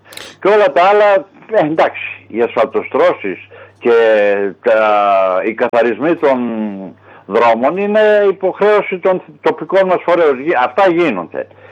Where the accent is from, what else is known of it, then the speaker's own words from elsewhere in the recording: Western Macedonia, Greece; Είμαι από το Δήμο Μελίτης.